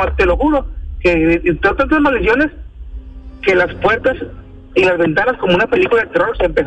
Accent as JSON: {"language": "Spanish", "town": "Monterrey", "region": "Nuevo León", "country": "Mexico", "tie": "born or raised there", "said": "yo nací allá en Valle Verde, en Monterrey. Soy de Valle Verde."}